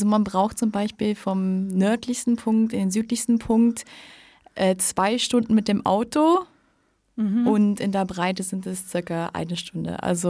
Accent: Luxembourg; born or raised there; moved away

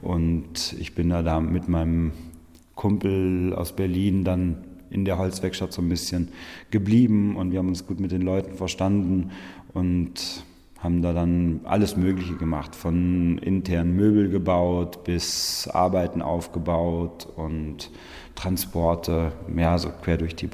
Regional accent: Val Gardena, a Ladin valley, Trentino-Alto Adige, Italy; Also ich bin selber auf dem Bauernhof aufgewachsen, auf dem Bergbauernhof auf 1500 Metern im Gardatal, in einem ladinischen Tal, und bin deshalb aufgewachsen mit landwirtschaftlicher Arbeit

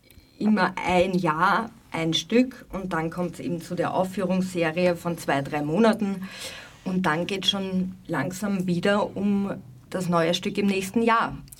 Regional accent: Vienna, Austria; ich bin aus Floridsdorf, ich bin in Floridsdorf aufgewachsen und habe dort meine Jugend genießen dürfen.

